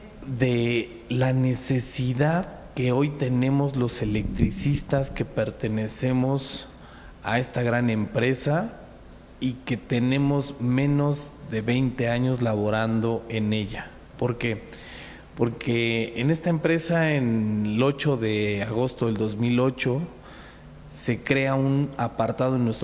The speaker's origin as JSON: {"language": "Spanish", "region": "Mexico City", "country": "Mexico", "said": "Soy de la Ciudad de México, tengo 37 años"}